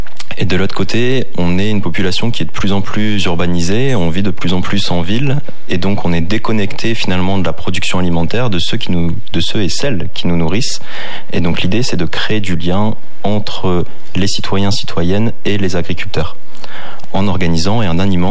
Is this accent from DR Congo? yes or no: no; Dunkirk, Hauts-de-France, France; moved away as an adult; also born or lived in Lille / Montpellier; j'étais dans le nord de la France, à Lille, puisque je suis originaire de Dunkerque.